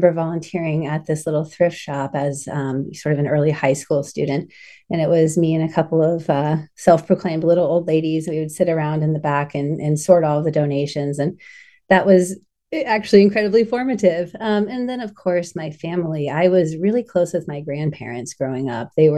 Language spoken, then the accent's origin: English; Appalachia, United States; moved away; So I grew up in Appalachia in a college town, surrounded by college kids.